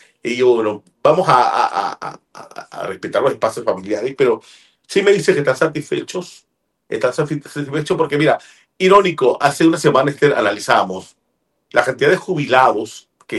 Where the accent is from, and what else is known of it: Panama